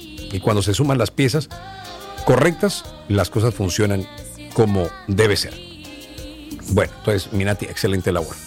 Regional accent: Caribbean Region, Colombia; Que se metan con el Caribe, con mi gente. Eso, eso a mí me hierve la sangre.

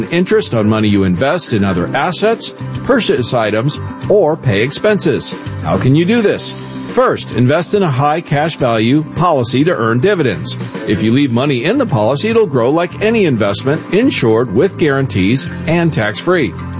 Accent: Kansas City, Missouri, United States; born or raised there

